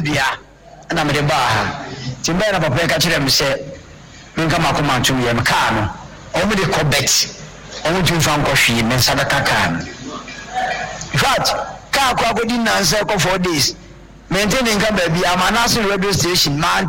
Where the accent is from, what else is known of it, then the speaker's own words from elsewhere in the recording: Kumasi, Ashanti, Ghana; I'm from Kumasi.